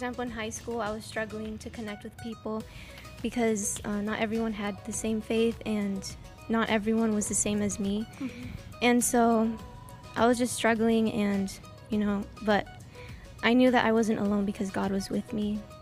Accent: Florida, United States; moved away; Yeah, I'm from Florida and I also go to school here

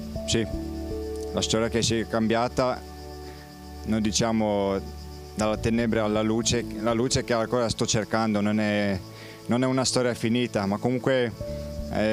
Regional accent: Poland; Italian is a second language; moved away as an adult; now in Italy; vengo da Polonia.

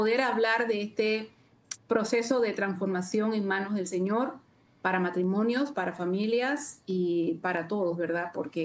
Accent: Chitré, Herrera, Panama; moved away; me invitan a participar en mi ciudad natal, por decirlo así, donde me crié, en Chitré.

